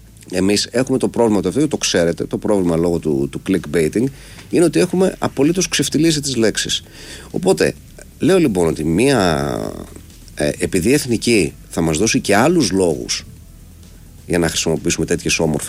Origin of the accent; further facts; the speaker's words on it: Greece; να σου το πω για να δεις πώς μπορεί να είμαι Έλληνας